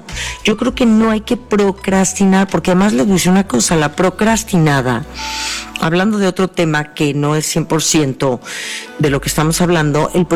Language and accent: Spanish; Mexico; Sí, así somos los mexicanos